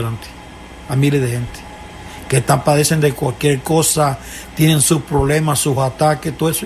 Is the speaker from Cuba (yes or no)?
yes; Cuba; Soy cubano.